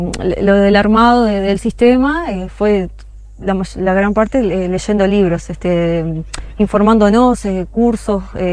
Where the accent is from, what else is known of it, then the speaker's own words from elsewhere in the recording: Sarandí del Yí, Durazno, Uruguay; moved away as an adult; now in Estación Chileno, Uruguay; yo soy oriunda de Sarandí del Xi, viví en Durazno también, y bueno, luego que nos casamos con Gonzalo, me vine a vivir acá.